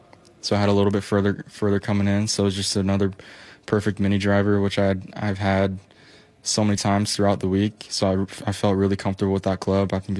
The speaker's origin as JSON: {"language": "English", "region": "Hawaii", "country": "United States", "lives_now": "Utah, United States", "said": "I take a lot of, you know, my roots, you know, from here in Utah, even though I'm from Hawaii. But, you know, I went to high school here, and now I'm obviously in college here in Utah."}